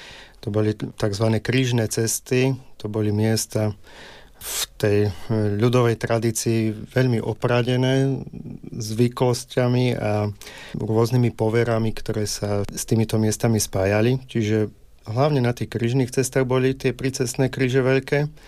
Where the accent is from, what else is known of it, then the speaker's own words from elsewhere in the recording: Hriňová, Banská Bystrica Region, Slovakia; Tým, že pochádzam z Hriňovej